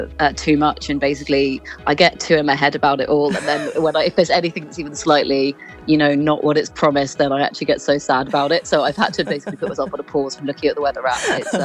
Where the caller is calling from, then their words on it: London, United Kingdom; I'm in Bow in East London.